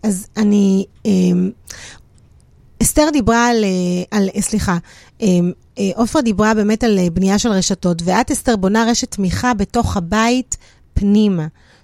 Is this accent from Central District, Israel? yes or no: no; Jerusalem, Jerusalem District, Israel; אני שרופה, אני ירושלמית